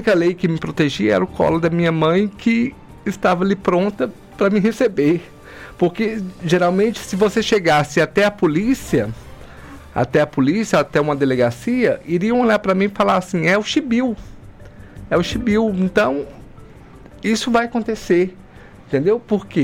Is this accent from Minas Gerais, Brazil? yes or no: yes; Pompéu, Minas Gerais, Brazil; quando a gente se descobre no interior, numa cidade tão conservadora como Pompéu, quando você está se transitando para o lado trans, e quando eu saí do … não foi fácil